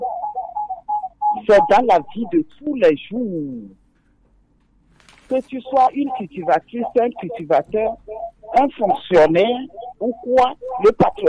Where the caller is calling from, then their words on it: Savanes, Togo; Je vous appelle de Karboua.